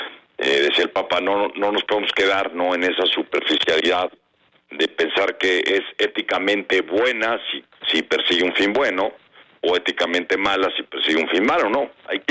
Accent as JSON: {"language": "Spanish", "country": "Mexico"}